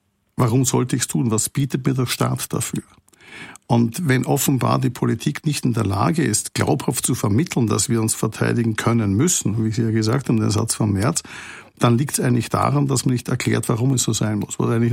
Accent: Austria; Und ich komme aus einem neutralen Land, wie Sie an meiner Stimme hören. Ich bin Österreicher.

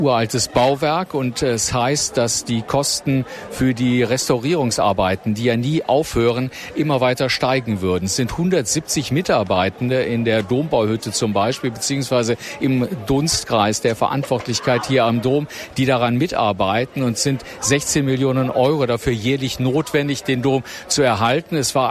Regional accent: Cologne, North Rhine-Westphalia, Germany; als Kölner

